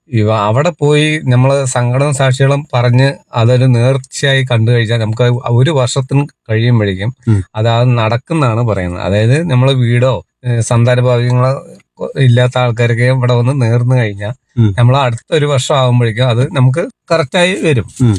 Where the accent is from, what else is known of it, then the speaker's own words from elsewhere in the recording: Palakkad, Kerala, India; ജനിച്ചു വളർന്ന ഇവിടുന്ന് ഒരു എടച്ചറ പറഞ്ഞ സ്ഥലത്താണ് ഞാൻ ജനിച്ചത്.